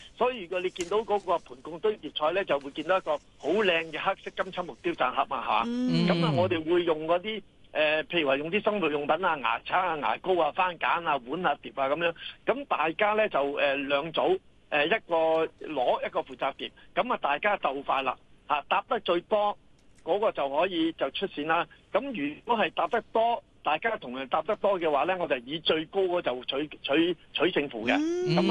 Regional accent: Chaozhou, Guangdong, China; 其實我哋潮州人，我哋去拜神，我哋求神咧。

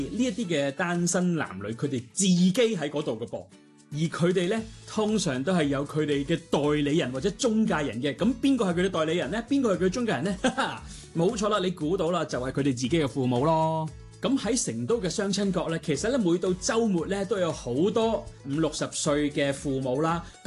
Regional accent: Hong Kong; now in Chengdu, China; 我作为一个香港人

